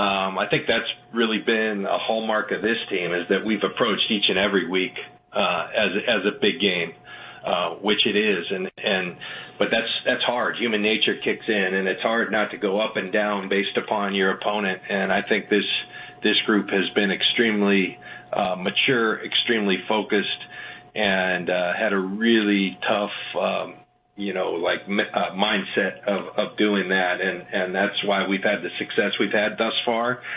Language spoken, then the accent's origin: English; San Diego, California, United States; born or raised there; moved away